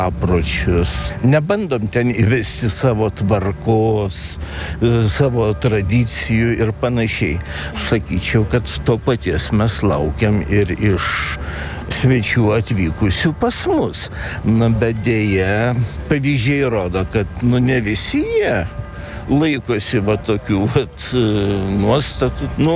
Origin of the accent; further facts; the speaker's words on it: Vilnius, Vilnius County, Lithuania; Vilnietis, Vilniuje gimiau, Vilniuje užaugo, Vilniuje mane ir palaidos.